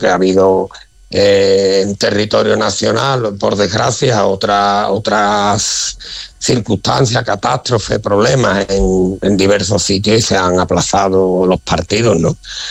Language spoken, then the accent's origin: Spanish; Seville, Andalusia, Spain; moved away as an adult; now in Ceuta, Spain; lo dice alguien que no ha nacido en Ceuta, ¿eh? Soy un sevillano, pero desde que llegué